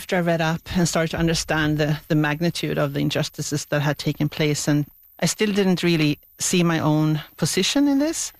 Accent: Sweden; English is a second language; For example, I also didn't realize much about the Sami people in my home country, Sweden, before I came here and read up about Indigenous peoples here.

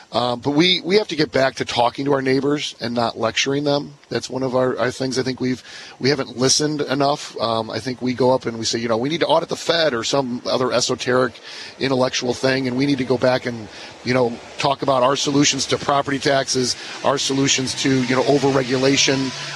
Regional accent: Hinsdale, Illinois, United States; also born or lived in Downers Grove; I'm from Downers Grove. I grew up in Hinsdale, Illinois.

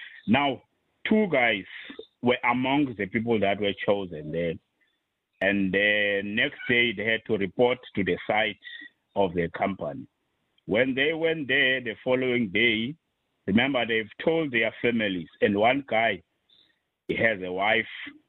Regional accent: Eastern Cape, South Africa; now in Cape Town, South Africa; In my hometown there in the Eastern Cape

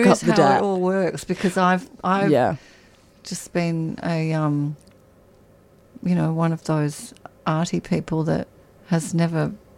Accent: Perth, Western Australia, Australia; Have I ever told you that that's where I was born and I grew up?

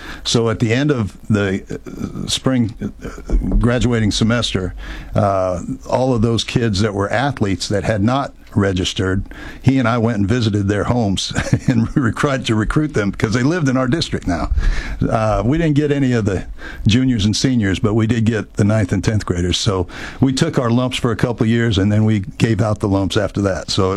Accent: Iowa, United States; moved away as an adult; I was just a farm kid out of Iowa

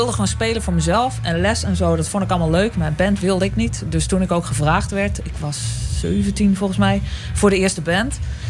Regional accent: Kampen, Overijssel, Netherlands; Maar zoals gezegd, kom ik uit Kampen.

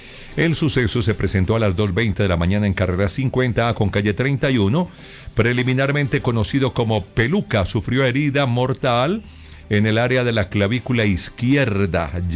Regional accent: Concordia, Antioquia, Colombia

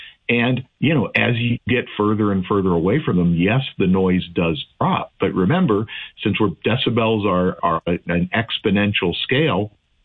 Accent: Ohio, United States; moved away; I'm originally from Northeastern Ohio. I think you knew that. And I still have, jointly owned with two of my brothers, a property in a small town right in the very northeastern corner of Ohio, right on Lake Erie

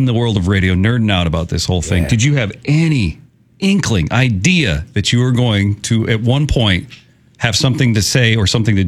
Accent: Texas, United States; moved away; Mom was really into those spider plants when I was growing up in Texas. This would have been 86, 87.

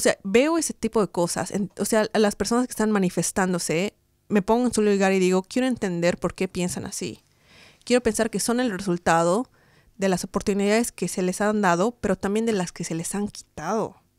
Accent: Bolivia; moved away; las dos somos de Bolivia, de los Andes

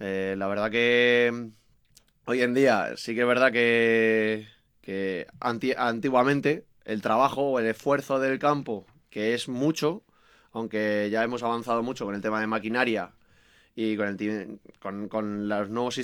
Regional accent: San Martín de la Vega, Community of Madrid, Spain; Ya hablo de San Martín, que ¿sí? es mi zona, mi pueblo.

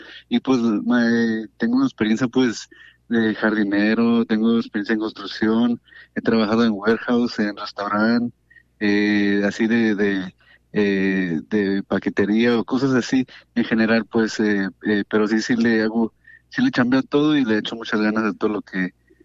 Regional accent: Jalisco, Mexico; now in Santa Ana, United States; Yo soy de aquí, de Santana, pero yo soy de Jalisco.

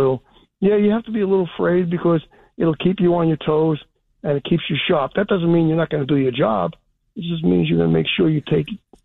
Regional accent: New York City, New York, United States; born there; now in Staten Island, United States; I was born in Brooklyn.

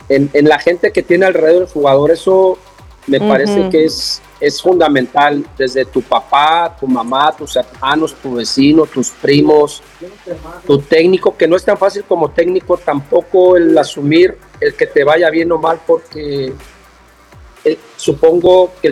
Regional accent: Mexico; yo como mexicano

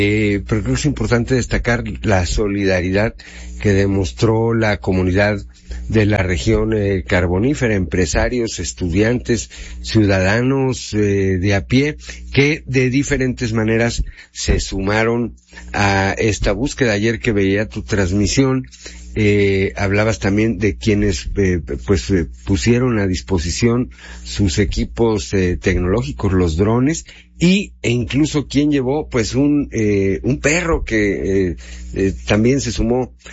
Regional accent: Coahuila, Mexico; lo que somos los coahuilenses

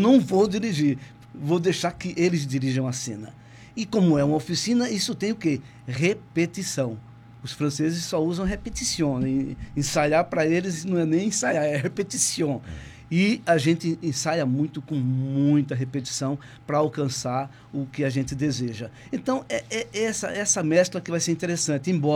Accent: Alagoas, Brazil; moved away; also born or lived in Sorocaba; Eu sou alagoano, mas eu morava em Sorocaba quando conheci o teatro. Um cara de 15 anos, 16

